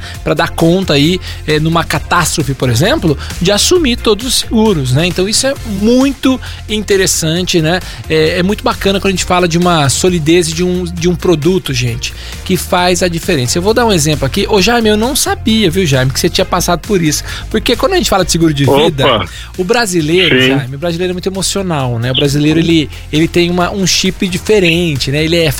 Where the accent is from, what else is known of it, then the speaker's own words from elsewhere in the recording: Brazil; moved away as an adult; now in United States; Eu sou brasileiro, mas estou nos Estados Unidos